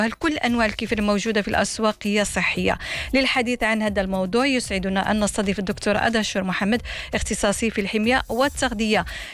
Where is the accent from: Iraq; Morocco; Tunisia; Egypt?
Morocco; عندنا في المغرب